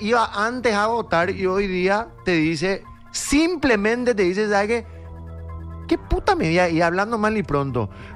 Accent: Paraguay; como ciudadano, como paraguayos.

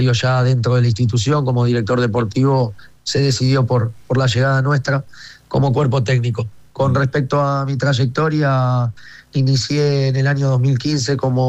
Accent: Argentina; moved away as an adult; now in Paraguay

